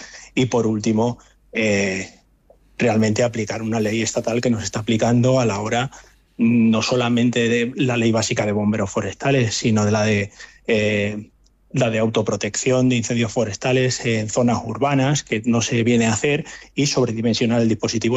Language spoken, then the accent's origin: Spanish; Ávila, Castile and León, Spain; ahora en mi tierra, en Ávila